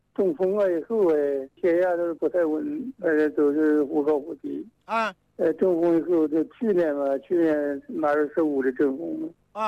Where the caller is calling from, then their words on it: Xiaochang, Hubei, China; 我是萧昌的。